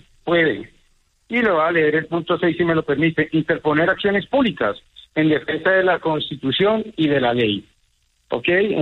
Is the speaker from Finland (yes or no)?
no; Colombia; Entonces, todos somos colombianos. Todos tenemos el derecho de vestir la camiseta de la selección Colombia.